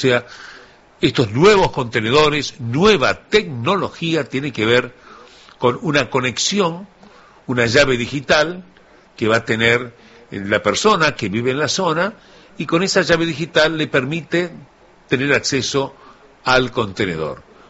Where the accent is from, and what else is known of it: Uruguay